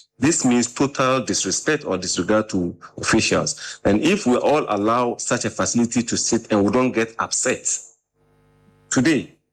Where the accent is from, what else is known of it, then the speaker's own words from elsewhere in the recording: Accra, Greater Accra, Ghana; I grew up in Bema Camp.